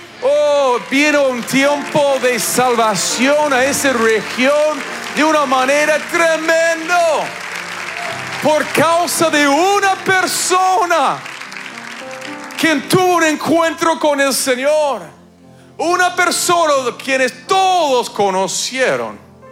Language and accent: Spanish; Canada; Yo vengo de Canadá, que hace un frío bárbaro.